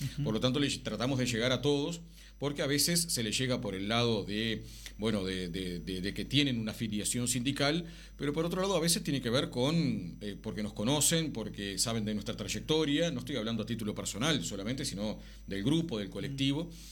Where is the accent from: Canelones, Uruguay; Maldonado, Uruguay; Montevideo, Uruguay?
Canelones, Uruguay; Yo soy del interior, vivo en Canelones y vivo además en el medio rural